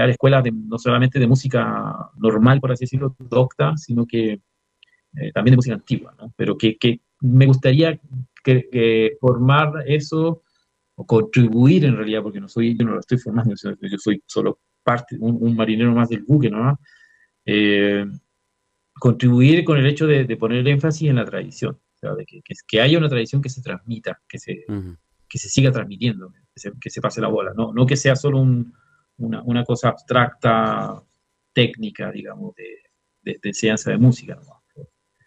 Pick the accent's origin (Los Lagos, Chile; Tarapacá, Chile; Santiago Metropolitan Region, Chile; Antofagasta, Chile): Antofagasta, Chile; Chuquicamata; para mí era importante no solamente el hecho de volver a mi tierra, yo nací en Chuquicamata, a hacer música con mi gente, con mi pueblo